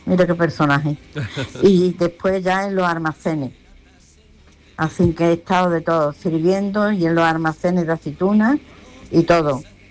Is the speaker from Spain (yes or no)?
yes; Alcalá de Guadaíra, Andalusia, Spain; ya voy por 62 años … de Alcalá, de Guadaira.